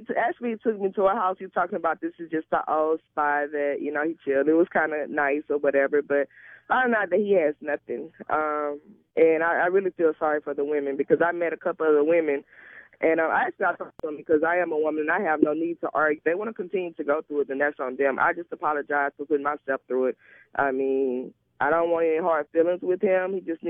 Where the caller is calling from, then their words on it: Long Beach, California, United States; I'm calling from Long Beach.